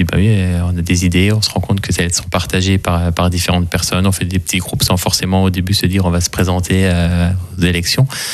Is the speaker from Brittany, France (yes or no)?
no; La Bresse, Grand Est, France; je suis Bresseau, j'ai toujours habité à La Bresse, j'ai grandi à La Bresse, j'ai été à l'école et j'ai été dans beaucoup de clubs sportifs à La Bresse.